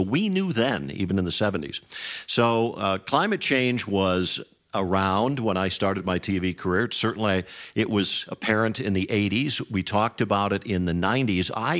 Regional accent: Madison, Wisconsin, United States; Growing up in Madison, Wisconsin, we had a big thunderstorm that came in.

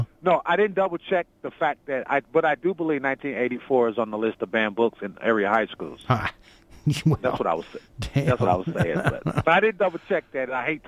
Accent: St. Louis, Missouri, United States; I grew up in South St. Louis on a street called Park Avenue.

